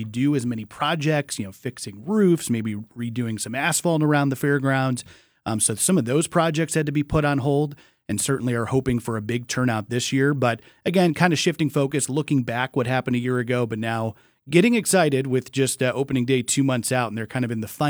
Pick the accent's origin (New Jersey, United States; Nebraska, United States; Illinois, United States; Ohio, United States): Illinois, United States; moved away as an adult; now in Wisconsin, United States; I'm from Illinois originally.